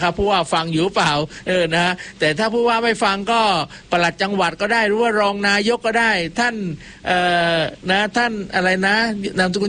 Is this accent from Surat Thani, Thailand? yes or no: yes; Ko Samui, Surat Thani, Thailand; ผมเป็นคนสมุยนะฮะ